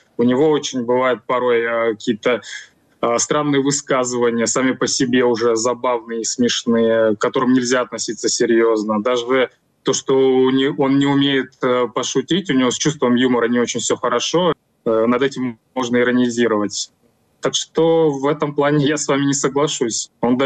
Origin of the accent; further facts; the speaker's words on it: Russia; moved away; потому что я сам россиянин, и я до 25-го года жил в России.